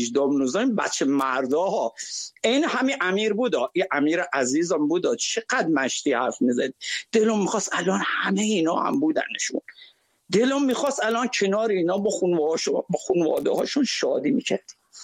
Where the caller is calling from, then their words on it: Shiraz, Fars, Iran; کاکو از شیراز هستم.